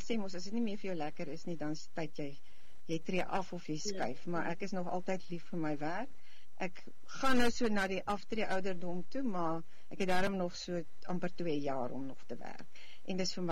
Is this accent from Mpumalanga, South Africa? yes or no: yes; Nelspruit, Mpumalanga, South Africa; born there; Ek is gebore in Nelspruit en toe het ons op Witterveer school gegaan, al die jare in die koshuis van graad 1 tot matriek.